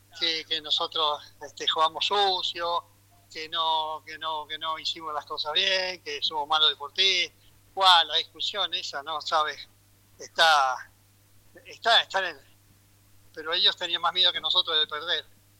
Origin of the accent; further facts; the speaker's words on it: Argentina; now in Spain; Somos orgullosamente argentinos siempre.